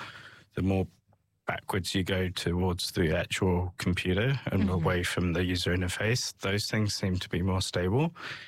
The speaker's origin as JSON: {"language": "English", "town": "Southampton", "region": "South East England", "country": "United Kingdom", "tie": "born or raised there", "also_born_or_lived": "Edinburgh", "said": "So I was brought up in England. So I went to King Edward's School in Southampton, did my GCSEs and my A-levels, and then went on to Edinburgh."}